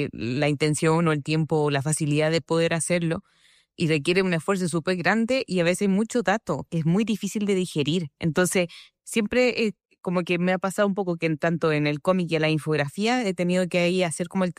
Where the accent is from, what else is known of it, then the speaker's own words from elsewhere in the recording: Chile; Yo soy de Chile, entonces eso es algo que tengo en la piel, ¿no?